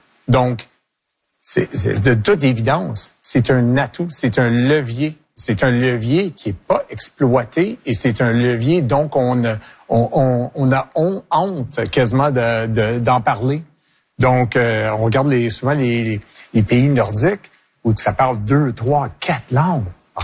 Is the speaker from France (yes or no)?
no; Quebec, Canada; Écoute, je suis fier québécois. Je suis, mais j'ai été né ici. Mes parents ont été nés ici. Mes grands-parents ont été nés ici. J'ai été éduqué en français.